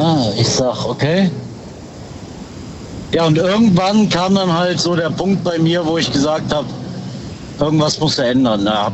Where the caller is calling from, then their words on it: Düren, North Rhine-Westphalia, Germany; Immer noch aus Düren.